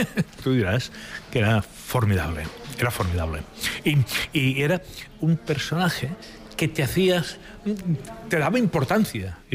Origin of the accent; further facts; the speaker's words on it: Barcelona, Catalonia, Spain; Yo soy de San Andreu, es un barrio que está bastante lejos